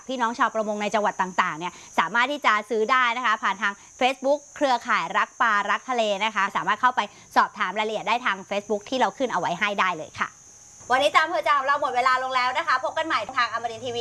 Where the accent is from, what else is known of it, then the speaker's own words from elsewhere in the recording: Southern Thailand, Thailand; ไม่ได้เราเป็นคนใต้เอาสำลักเอง